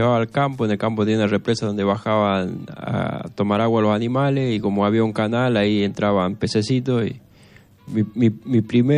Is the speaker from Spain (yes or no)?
no; Santiago del Estero, Argentina; moved away; En Santiago, me crié allá.